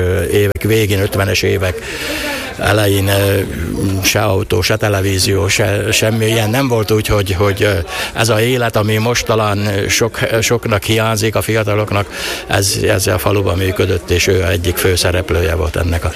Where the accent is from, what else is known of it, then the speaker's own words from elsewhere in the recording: Hodoš, Mura, Slovenia; ilyen pedagógus családból származunk, és én is itt lakok Hodosban, úgyhogy elég gyakran járok itten.